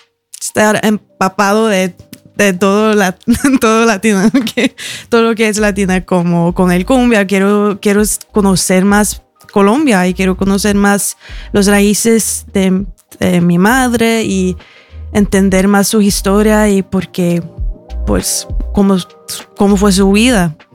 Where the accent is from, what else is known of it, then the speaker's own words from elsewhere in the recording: Tønsberg, Vestfold, Norway; Pero yo nací aquí en Tønsberg, en Noruega.